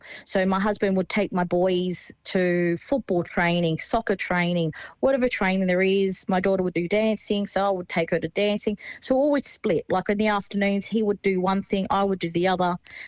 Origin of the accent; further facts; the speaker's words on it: Hawkesbury, New South Wales, Australia; I'm from the Hawkesbury.